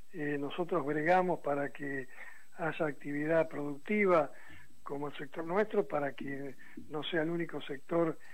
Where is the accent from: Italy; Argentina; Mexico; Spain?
Argentina; como argentinos no le tenemos miedo a la competencia